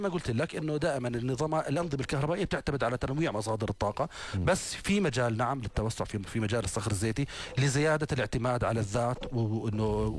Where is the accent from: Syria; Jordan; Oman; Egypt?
Jordan; والحمد لله يعني احنا بالاردن يعني ما عم نعاني منها الحمد لله.